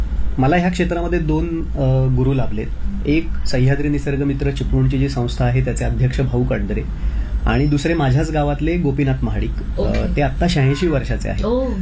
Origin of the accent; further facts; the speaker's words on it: Velas, Maharashtra, India; also born or lived in Mumbai; रत्नागिरी जिल्ह्यात मंडणगड तालुक्यात वेळास माझं गाव आहे, तिथे शेतीवाडी आहे.